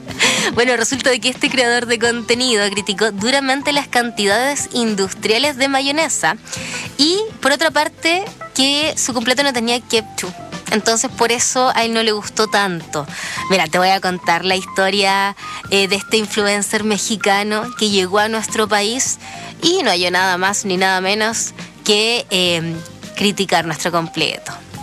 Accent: Chile; Nos identifica como chilenos, como chilenas

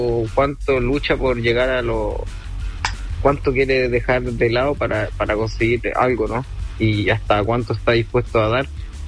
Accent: Chile; también es una responsabilidad ya para mí como chileno.

